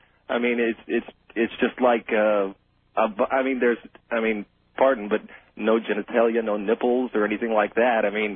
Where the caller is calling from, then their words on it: Bakersfield, California, United States; calling from Bakersfield.